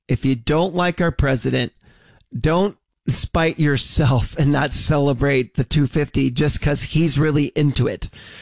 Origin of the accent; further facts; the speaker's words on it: Midwest, United States; I know we all love tri-tip, maybe because we grew up in the Midwest.